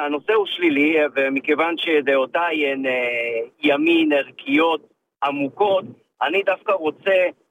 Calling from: Givatayim, Tel Aviv District, Israel; אני מגבעתיים.

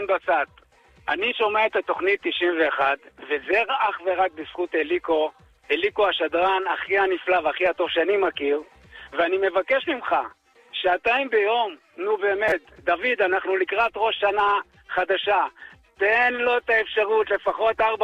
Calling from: Tel Aviv, Tel Aviv District, Israel

